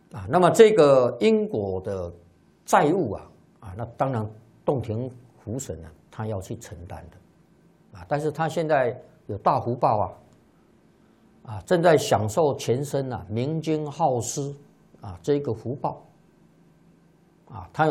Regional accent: China; 在我们中国人的习惯来讲

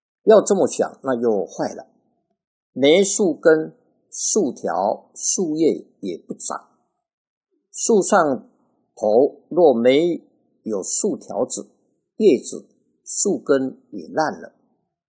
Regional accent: China; 我们是中国人，中国文化就在四书里面

